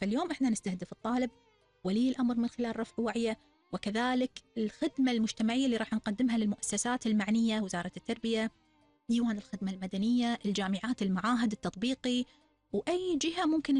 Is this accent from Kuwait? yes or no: yes; Kuwait; احنا كشعب كويتي